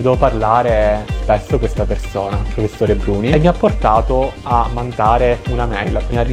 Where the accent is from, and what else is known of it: Calabria, Italy; moved away as an adult; also born or lived in Parma